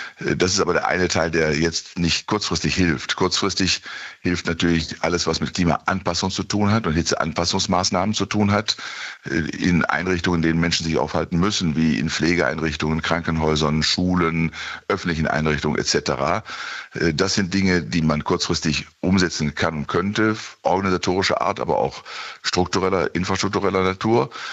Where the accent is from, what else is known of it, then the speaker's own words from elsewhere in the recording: Bielefeld, North Rhine-Westphalia, Germany; in meiner Heimatstadt Bielefeld ist vor 3-4 Jahren eine neue Ordnung des Innenstadtbereichs vorgenommen worden